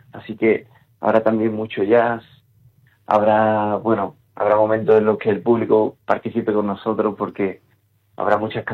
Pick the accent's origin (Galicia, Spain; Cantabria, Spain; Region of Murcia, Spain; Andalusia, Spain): Andalusia, Spain; Utrera; que también tengo cerquita de mi tierra, de Utrera